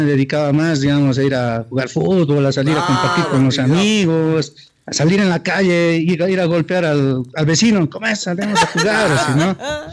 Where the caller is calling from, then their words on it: El Alto, La Paz, Bolivia; Yo vivo aquí en el Alto, ¿ya? En el Jacauta, yo es donde vivo.